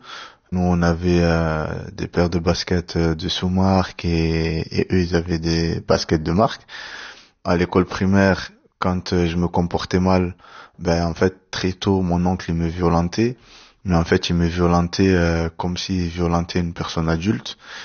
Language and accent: French; Marseille, Provence-Alpes-Côte d'Azur, France; born there; also born or lived in Comoros; J'ai 30 ans, j'ai grandi dans les quartiers nord à Marseille, à la cité La Busserine.